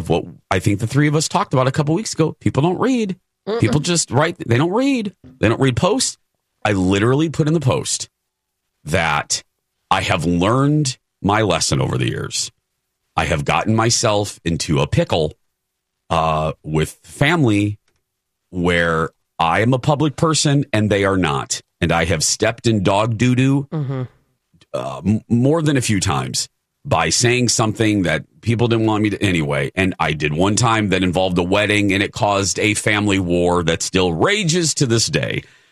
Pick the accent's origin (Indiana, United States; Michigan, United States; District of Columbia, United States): Indiana, United States; It was in my home state of Indiana. It was great to be back.